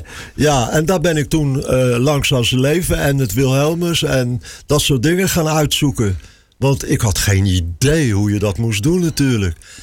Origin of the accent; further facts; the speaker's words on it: The Hague, South Holland, Netherlands; Nou, zoals je weet kom ik uit Den Haag. En ik woonde bij mijn oma op de Zuidijkse Kade.